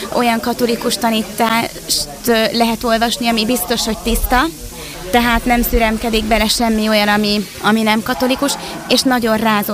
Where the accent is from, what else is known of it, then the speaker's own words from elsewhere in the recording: Szombathely, Vas, Hungary; én szombathelyi vagyok